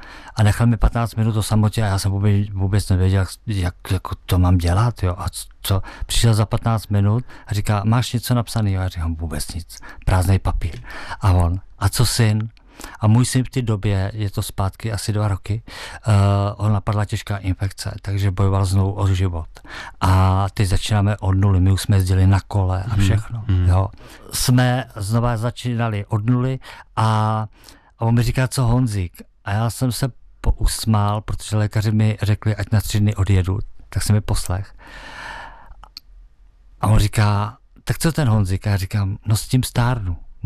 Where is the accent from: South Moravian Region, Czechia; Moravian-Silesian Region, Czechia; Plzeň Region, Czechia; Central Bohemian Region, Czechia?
Central Bohemian Region, Czechia; Mladá Boleslav; moved away as an adult; also born or lived in Třebíč / Moravské Budějovice / Šluknov; now in Český Dub, Czech Republic; já jsem se narodil v Třebíči, bydlel jsem v Moravské Budějovici do 6 let, pak jsme se s rodinou přestěhovali do Mladé Boleslavy, tam jsem vyrůstal, založil jsem si rodinu